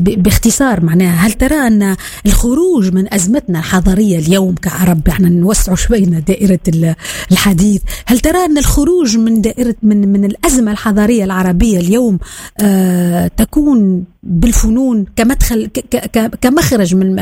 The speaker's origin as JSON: {"language": "Arabic", "region": "southern Tunisia", "country": "Tunisia", "said": "ونحن كذلك من الجنوب"}